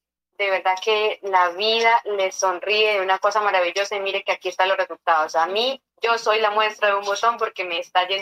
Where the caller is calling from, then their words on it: La Calera, Cundinamarca, Colombia; De acá, de La Calera, Cundinamarca.